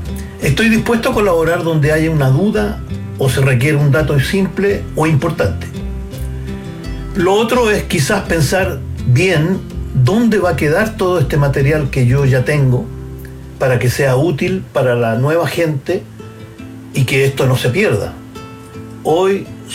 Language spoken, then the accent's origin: Spanish; Chile